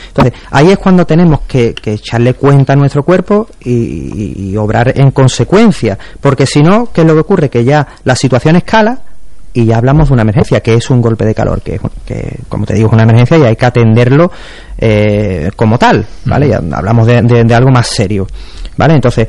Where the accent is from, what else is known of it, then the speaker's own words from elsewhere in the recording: Spain; yo creo que es que somos españoles y como españoles que somos, decimos, venga, vamos